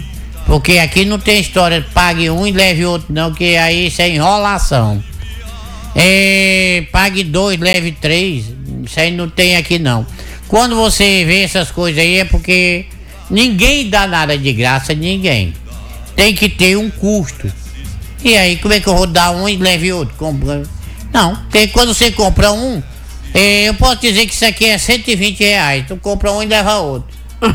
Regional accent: Tanquinho, Ceará, Brazil; moved away; nasci no Tanquinho, no Ceará.

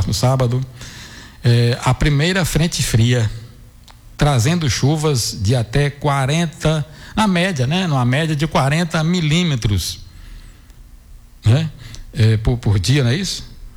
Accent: Bahia, Brazil; eu sou da Bahia.

